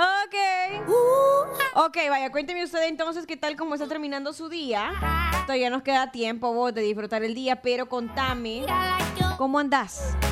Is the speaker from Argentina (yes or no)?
no; El Salvador; sentirnos orgullosos de ser salvadoreños